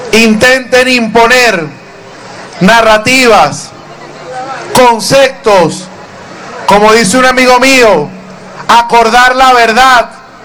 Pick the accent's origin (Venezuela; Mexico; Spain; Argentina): Venezuela; somos el pueblo venezolano